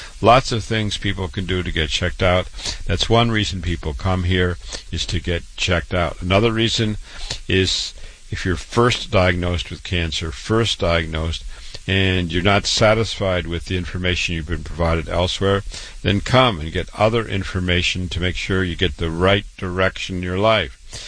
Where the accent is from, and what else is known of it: Waterloo, Iowa, United States; born or raised there; now in New York, United States